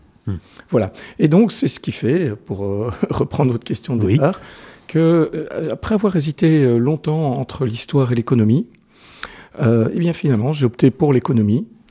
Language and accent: French; Namur, Wallonia, Belgium